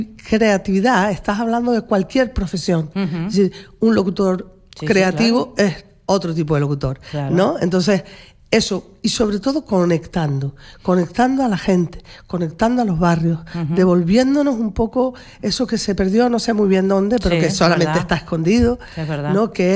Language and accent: Spanish; Arrecife, Canary Islands, Spain